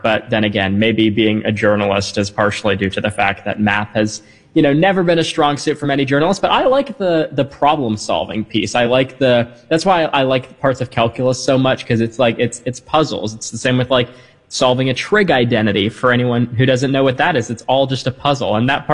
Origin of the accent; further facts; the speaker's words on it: Toronto, Ontario, Canada; I'm from Canada, who doesn't know me.